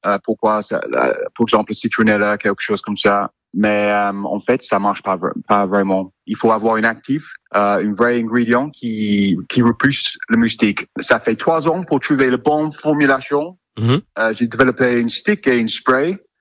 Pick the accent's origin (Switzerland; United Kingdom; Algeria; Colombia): United Kingdom; England; French is a second language; moved away as an adult; now in Landes, France; Je pense que je suis anglais aussi